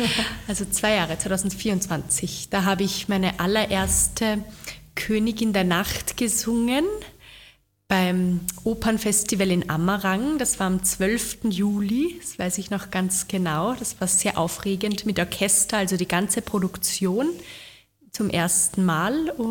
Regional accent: Gumpoldskirchen, Lower Austria, Austria; da durfte ich mitwirken im Kinderchor in meiner Heimat Gumpoldskirchen

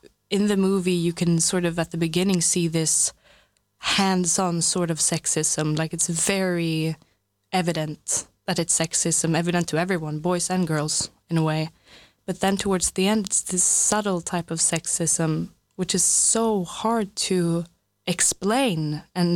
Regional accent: Stockholm, Stockholm County, Sweden; English is a second language; compared to Stockholm, which is my hometown or home city, it's a bit unpersonal, I would say

